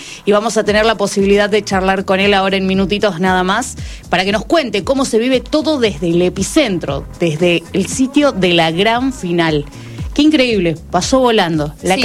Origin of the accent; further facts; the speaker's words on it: Argentina; culturalmente como argentinos nos atraviesa y somos muy pasionales y somos demasiado emocionales